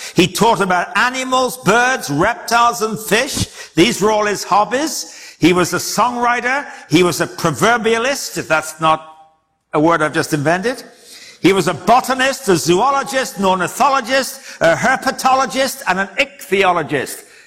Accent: England, United Kingdom; Now, I grew up in England

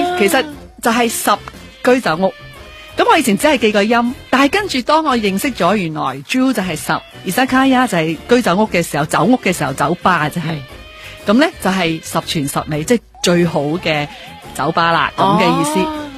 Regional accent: China; 因為我哋中國人嗰啲聲調咧，有時啲排位啲字唔夠響啊

